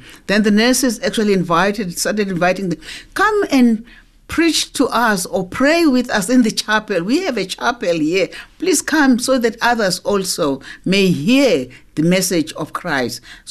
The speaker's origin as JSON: {"language": "English", "region": "KwaZulu-Natal", "country": "South Africa", "moved": "yes", "lives_now": "Benoni, South Africa", "said": "I come from KwaZulu-Natal. I'm now based here at the head office at Benoni"}